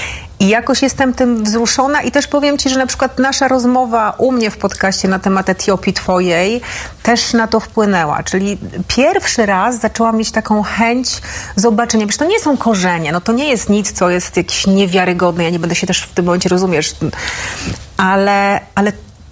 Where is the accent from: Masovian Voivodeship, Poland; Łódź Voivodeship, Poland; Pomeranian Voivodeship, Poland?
Masovian Voivodeship, Poland; Milanówek; byłam tą z Milanówka. I przez długi czas, jak ktoś mi pytał, skąd jesteś, to ja tak trochę... Ja nie wiedziałam, skąd jestem